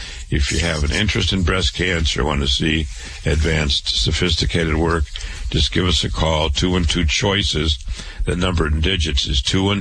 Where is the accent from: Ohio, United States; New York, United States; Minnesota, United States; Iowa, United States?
Iowa, United States; Waterloo; born and raised in Waterloo, Iowa.